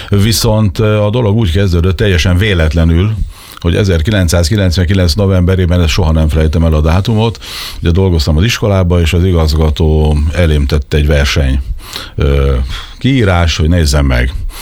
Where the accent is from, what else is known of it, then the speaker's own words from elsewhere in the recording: Tapolca, Veszprém County, Hungary; Hát van kötődésem, tapolcai vagyok, tehát ott is születtem, ott is lakom, úgyhogy a Balaton felvidéknek egy gyöngyszeme a Tapolcai medence